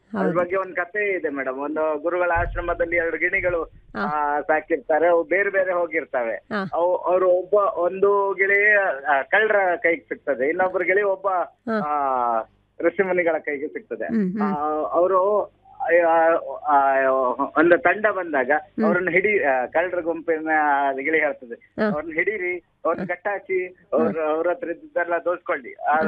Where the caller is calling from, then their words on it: Karnataka, India; ಗುಣ್ಮಿಯಿಂದ.